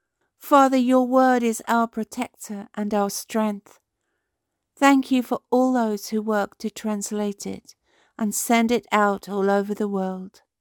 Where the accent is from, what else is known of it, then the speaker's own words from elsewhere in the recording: East of England, United Kingdom; I'm from Cambridgeshire.